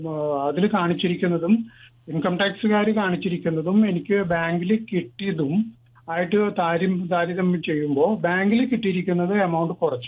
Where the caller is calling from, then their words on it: Ernakulam, Kerala, India; എറണാകുളത്ത് നിന്നാണ് വിളിക്കുന്നത്.